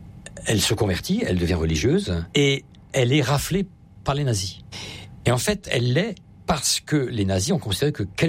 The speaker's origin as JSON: {"language": "French", "region": "Grand Est", "country": "France", "said": "et notamment le Vendredi Saint chez nous en Alsace qui est férié"}